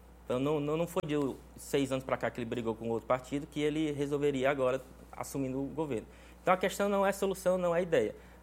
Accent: Crateús, Ceará, Brazil; Eu sou de Crateús, uma cidade que eu amo muito

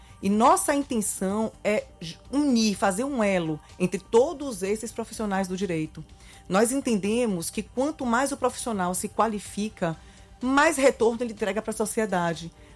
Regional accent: Bahia, Brazil; born there; A Bahia é uma terra incrível, uma terra maravilhosa, minha terra natal, mas o Ceará me acolheu com tanto amor

